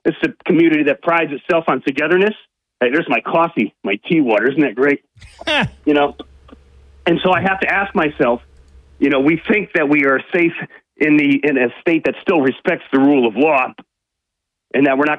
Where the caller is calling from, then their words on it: Binghamton, New York, United States; from Binghamton.